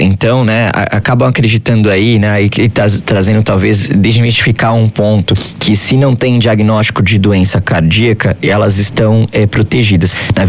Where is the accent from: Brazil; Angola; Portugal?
Brazil; São Paulo; now in Rio de Janeiro, Brazil; E eu tô no Rio de Janeiro, mas venho de São Paulo